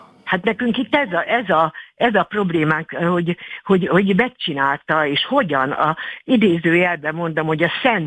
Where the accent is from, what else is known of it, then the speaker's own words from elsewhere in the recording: Eastern Hungary, Hungary; moved away as an adult; now in western border region, Hungary; itt a nyugati határszélen vagyok, amellett, hogy a keleti határon születtem, és ott éltem 21 évig